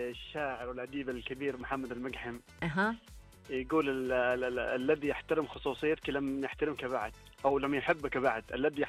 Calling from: southern Saudi Arabia, Saudi Arabia; لا أنا في جدة ولا أنا في الرياض، من الجنوب.

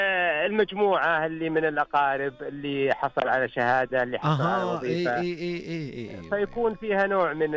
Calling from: Khobar, Eastern Province, Saudi Arabia; أكلمك من الخبر

